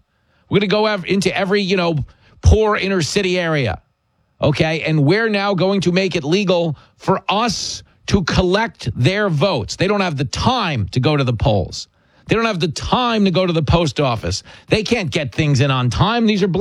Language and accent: English; East Coast, United States; And I grew up on the East Coast watching it on TV, so I always thought it was amazing